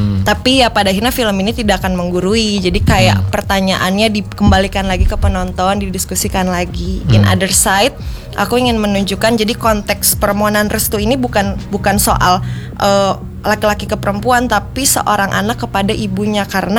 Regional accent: West Papua, Indonesia; Aku lahir besar di sana.

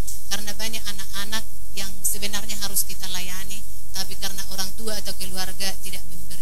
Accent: North Sumatra, Indonesia; moved away; saya adalah orang Batak berasal dari Sumatera Utara.

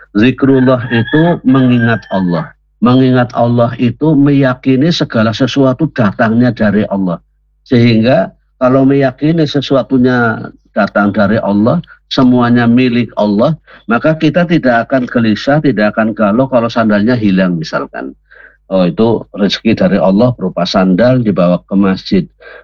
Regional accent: Purwokerto, Central Java, Indonesia; born there; Kita lahir di Purwokerto, ini takdir yang tidak bisa memilih.

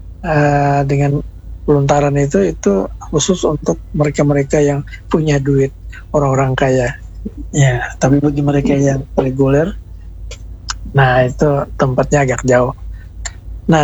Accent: South Kalimantan, Indonesia; first language Banjar; Hampir kurang lebih 3 kilo ya, atau 3 pal dalam bahasa kita Banjar.

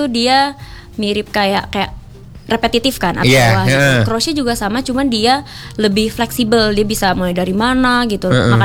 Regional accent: Jakarta, Indonesia; Aku dari Jakarta.

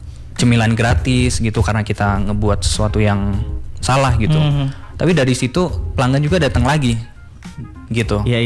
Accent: Batam, Riau Islands, Indonesia; moved away as an adult; also born or lived in Jakarta / Bogor / Melbourne, Australia; Aku itu besar di Batam, terus tapi lahirnya di Jakarta.

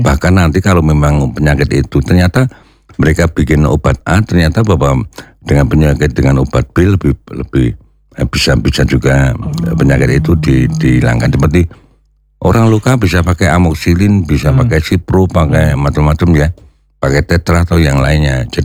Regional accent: Purwokerto, Central Java, Indonesia; daerah saya kan di Mersi ya. Itu banyak sekali mengandung pasir.

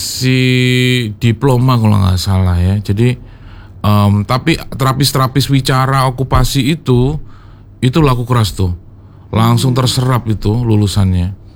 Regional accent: North Kalimantan, Indonesia; saya dari Kalimantan Utara Mbak, jadi dari pinggiran, dari perbatasan di Indonesia yang berbatasan dengan Kalimantan, dengan Malaysia

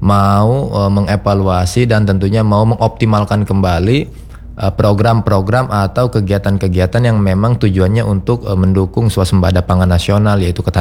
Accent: Banten, Indonesia; saya asli orang Kabupaten Lebak

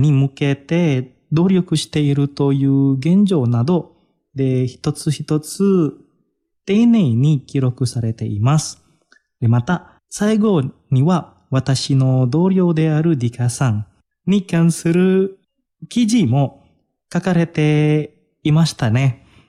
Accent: Indonesia; 同じインドネシア人として

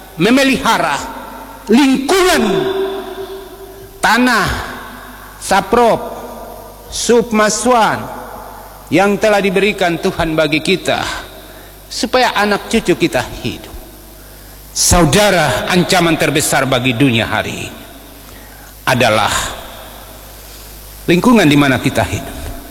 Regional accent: Biak, Papua, Indonesia; kita orang Biak

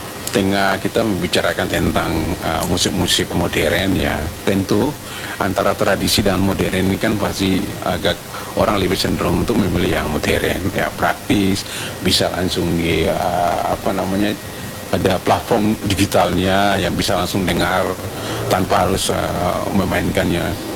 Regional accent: Ambon, Maluku, Indonesia; kita orang Ambon

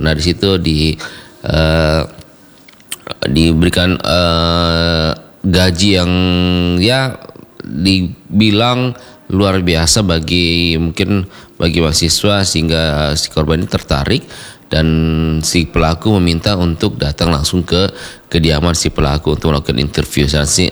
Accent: South Sulawesi, Indonesia; apalagi kita suku Bugis Makassar, mempunyai filosofi atau ilmu-ilmu yang diajarkan oleh orang tua dulu

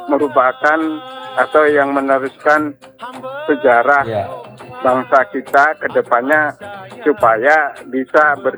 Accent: Java, Indonesia; Walaupun saya suku Jawa.

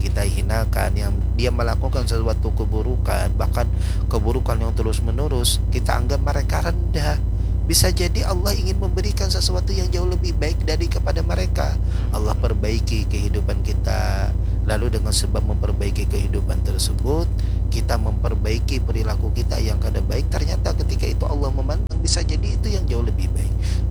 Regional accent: South Kalimantan, Indonesia; accent: Banjar; langsung menjawab bahasa kita Banjar tuh

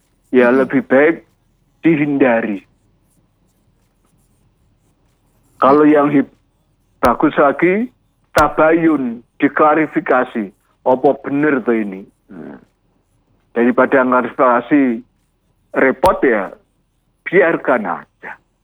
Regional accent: Demak, Central Java, Indonesia; Kalau saya kan orang Demak ya. Orang Demak kan kulturnya ya sejak kecil dulu ya gayanya orang NU. Nah, bahkan jadi pengurus NU.

